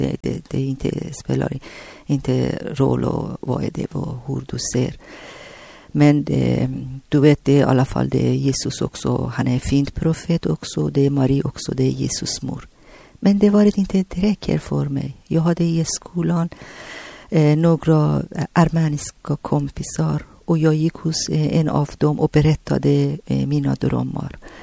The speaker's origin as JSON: {"language": "Swedish", "town": "Tehran", "region": "Tehran Province", "country": "Iran", "second_language": "Swedish", "moved": "as an adult", "lives_now": "Sweden", "said": "Jag kommer från Iran och Teheran, det är Irans huvudstad."}